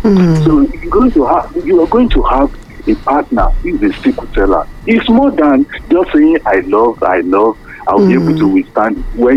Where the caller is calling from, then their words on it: Ibadan, Oyo, Nigeria; I'm calling from Iwo Road.